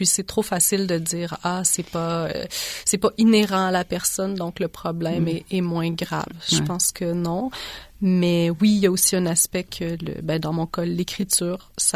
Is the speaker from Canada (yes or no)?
yes; Quebec, Canada; first language Czech; French is a second language; comment j'ai grandi au Québec, mais chez nous, à la maison, on parlait tchèque.